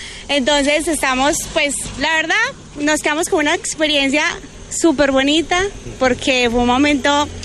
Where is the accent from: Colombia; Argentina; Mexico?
Colombia; tengo que decir que como colombiana siempre también me